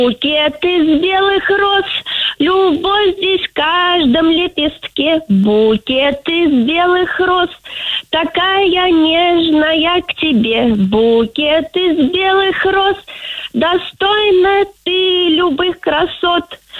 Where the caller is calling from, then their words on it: Tatarstan, Russia; я из Татарстана.